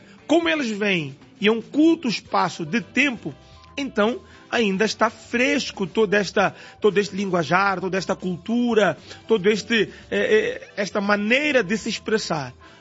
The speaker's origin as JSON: {"language": "Portuguese", "country": "Mozambique", "said": "Não, nós somos de Moçambique. A África do Sul fala inglês e Moçambique fala português, tá?"}